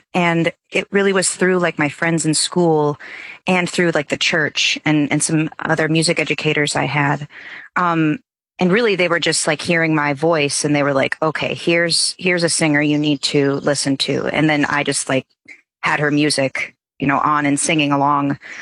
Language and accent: English; Virginia, United States; moved away; I grew up in Virginia, like down the mountain from her, if you will.